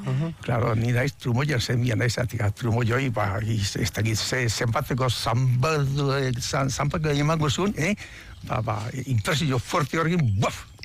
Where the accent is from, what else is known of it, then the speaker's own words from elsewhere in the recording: Ergobia, Basque Country, Spain; Gu, ni Ergobikoa naiz. Ergobia da Astigarragako auzo bat